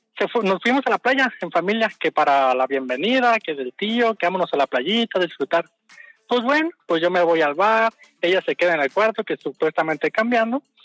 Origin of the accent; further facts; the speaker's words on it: Guadalajara, Jalisco, Mexico; Que me regreso para donde nosotros somos de acá de Guadalajara y estamos en Puerto Vallarta